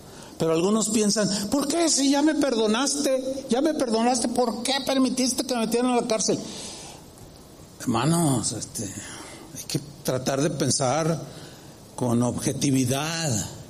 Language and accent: Spanish; San Luis Potosí, Mexico; born there; moved away; en San Luis Potosí, donde yo nací. Pues no estoy allá.